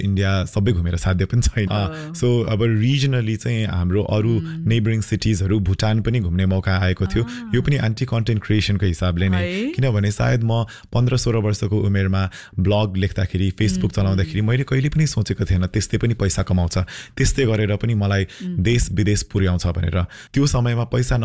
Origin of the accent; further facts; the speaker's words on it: Taplejung, Koshi Province, Nepal; पूर्वको ताप्लेजुङ चाहिँ अब मेरो गाउँै भयो होइन